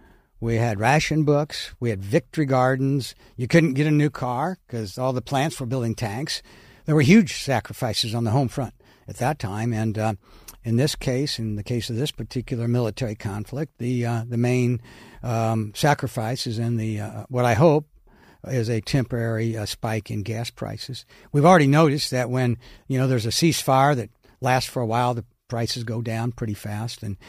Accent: Springfield, United States; my hometown of Springfield

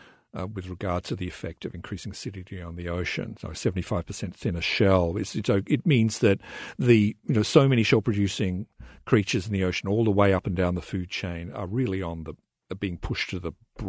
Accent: Australia; accent: Australian; moved away as an adult; also born or lived in Melbourne, Australia / New York, United States; you probably tell from my accent that I'm from Australia. I'd lived in Melbourne and then subsequently did my graduate study in New York

